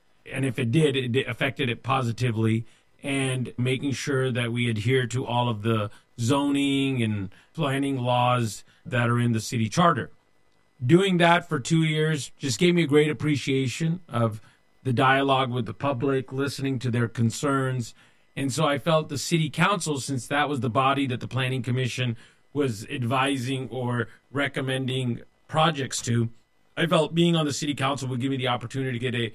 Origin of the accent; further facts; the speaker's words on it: Modesto, California, United States; were here first generation from India. Both me and my brother went to public schools here in Modesto, born and raised in Modesto. And we both wore an article of faith as our practicing aspect of our religion, the Sikh religion.